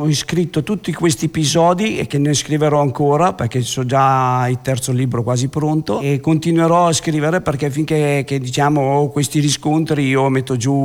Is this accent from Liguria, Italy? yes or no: yes; Genoa, Liguria, Italy; Io sono genovese